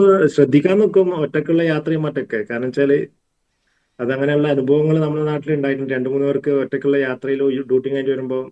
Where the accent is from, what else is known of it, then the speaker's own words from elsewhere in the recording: Pazhayangadi, Kerala, India; ഞങ്ങളുടെ നാട്ടിലൊരു പഴയങ്ങാടി